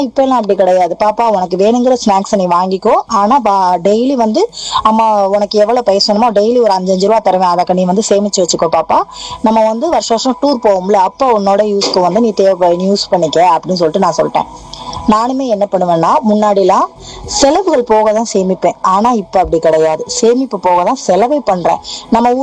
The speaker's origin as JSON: {"language": "Tamil", "town": "Pamban", "region": "Tamil Nadu", "country": "India", "tie": "born or raised there", "said": "என்னோட சொந்த ஊர் வந்து பாம்பன் தான்."}